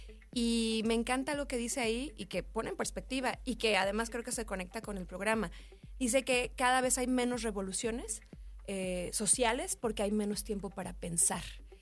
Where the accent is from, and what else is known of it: Guadalajara, Jalisco, Mexico